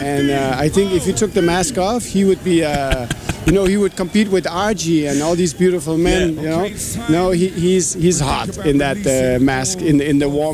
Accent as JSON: {"language": "English", "country": "Denmark", "said": "I'm from Denmark"}